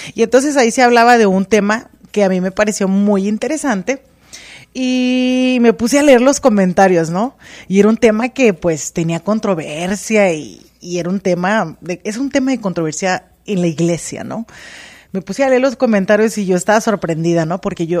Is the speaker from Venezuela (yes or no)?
no; Mexico; also born or lived in Tennessee; now in El Paso, United States; yo soy mexicana, pero viví por 20 años en el estado de Tennessee. Entonces, casi 20 años en el estado de Tennessee